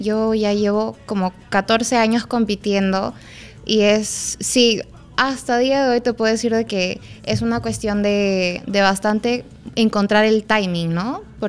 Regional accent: Trujillo, La Libertad, Peru; yo soy de Trujillo y allá no habían martillos de mi categoría en realidad. No había martillos, no había jaula, no había nada.

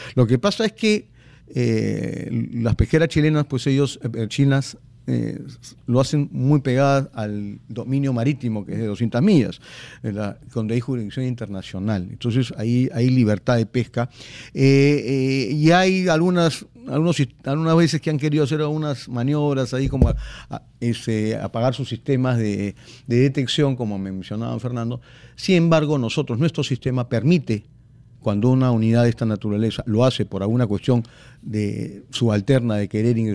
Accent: Peru

